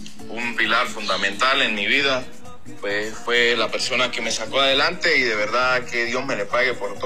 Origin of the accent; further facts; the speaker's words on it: Venezuela; now in Guaraque, Venezuela; Todos somos venezolanos